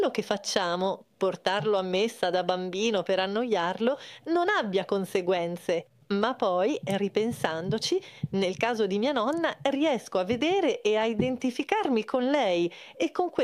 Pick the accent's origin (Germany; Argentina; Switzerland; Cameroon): Argentina; Italian is a second language; moved away; io sono argentina, sono nata in una provincia molto piccola. In una famiglia cattolica, battezzata, che andava a messa la domenica.